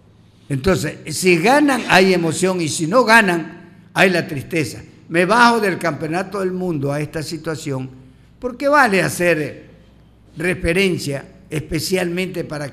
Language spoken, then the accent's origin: Spanish; Ecuador; Como ecuatoriano, yo quiero que Ecuador gane.